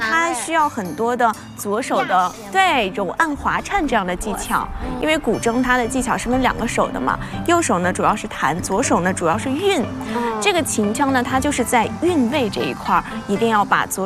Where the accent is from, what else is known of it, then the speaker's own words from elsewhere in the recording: Shaanxi, China; 因为我老家在陕西嘛，所以从小我就是听着秦腔长大的，所以对秦腔有一种天生的亲切感。